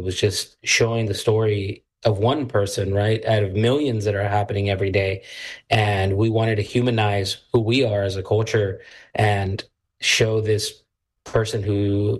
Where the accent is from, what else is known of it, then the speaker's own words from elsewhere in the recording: Houston, Texas, United States; the story reflects the culture that we have in Houston. I grew up on the East End